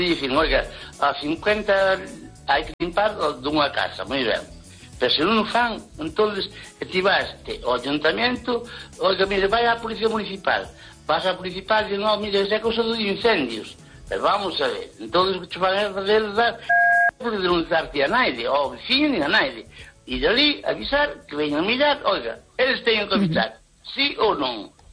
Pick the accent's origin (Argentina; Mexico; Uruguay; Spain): Spain; Lugo, Galicia